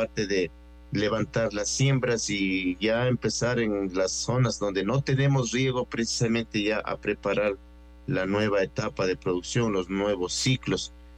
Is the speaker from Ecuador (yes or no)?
yes; Ecuador; como buen ecuatoriano toca apoyar a nuestra selección